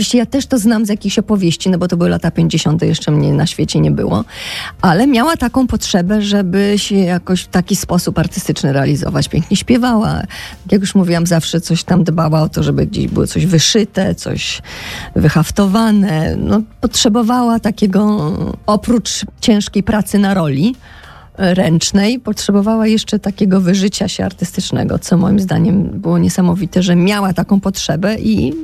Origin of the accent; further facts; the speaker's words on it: Podlaskie Voivodeship, Poland; moved away; also born or lived in Białystok; wychowałam się w zasadzie na wsi pod Białymstokiem u nich